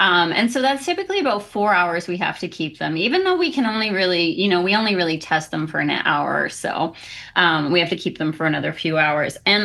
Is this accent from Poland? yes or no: no; Canada; moved away as an adult; now in Washington, United States; I'm Canadian originally